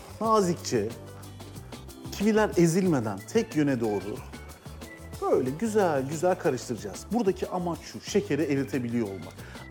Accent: Adana, Turkey; Ben Adanalıyım biliyorsunuz. Babam çocukluğunu karpuz bahçelerinde, karpuz tarlalarında geçirmiş.

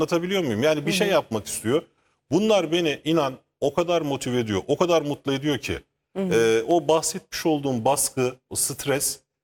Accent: Ankara, Turkey; born or raised there

